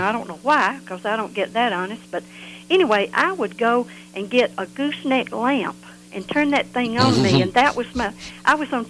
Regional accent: Augusta, United States; see, I grew up in Augusta.

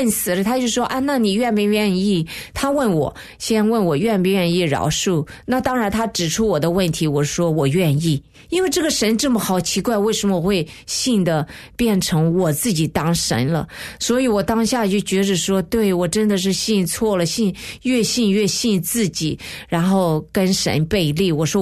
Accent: China; moved away; 那另一位女生她也是跟我们也是大陆的老乡

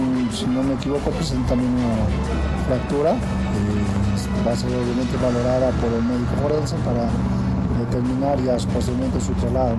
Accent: Bolivia; nos encontramos todos como ciudadanos bolivianos

